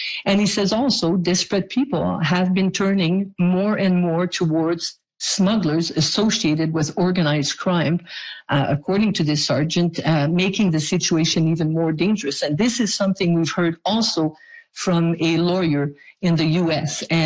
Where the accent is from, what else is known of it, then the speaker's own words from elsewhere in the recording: Canada; born there; I was born in Canada.